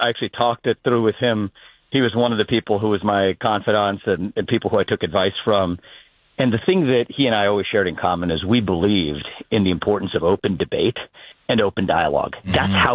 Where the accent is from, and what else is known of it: Ohio, United States; born there